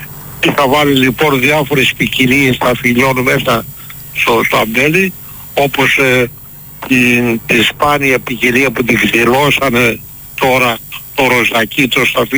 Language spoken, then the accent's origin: Greek; Thessaloniki, Central Macedonia, Greece; now in Michaniona, Greece; Είμαι Θεσσαλονικιός, παιδί του Βαρδαρίου. Βρέθηκα όμως στη Μηχανιώνα λόγω Συνσίου.